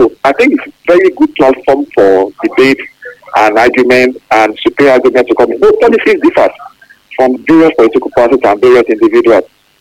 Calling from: Nigeria; I'm calling from Okola.

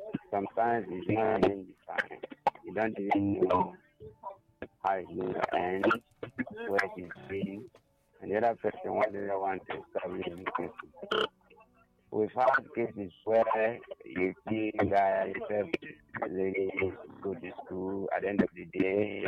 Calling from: Ebonyi, Nigeria; I'm calling from Ebonyi State.

